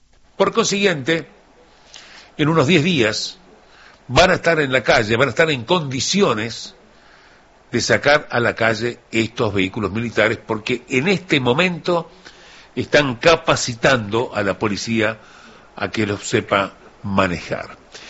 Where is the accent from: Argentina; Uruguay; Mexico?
Uruguay